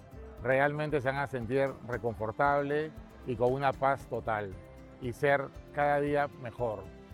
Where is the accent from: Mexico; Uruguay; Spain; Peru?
Peru; Soy de Perú, vengo del Perú.